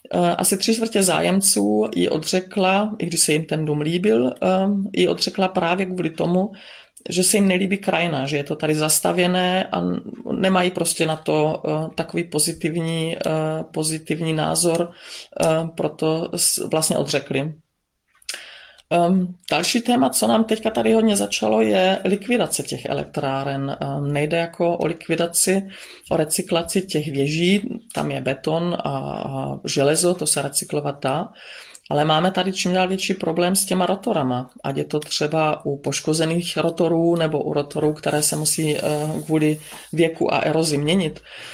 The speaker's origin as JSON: {"language": "Czech", "town": "Bystřice pod Hostýnem", "region": "Zlín Region", "country": "Czechia", "moved": "yes", "lives_now": "Dittelsheim-Heßloch, Germany", "said": "a pocházím z Bystřice pod Hostýnem. Aktuálně bydlím v Německu v obci Dittelsheim Heslo."}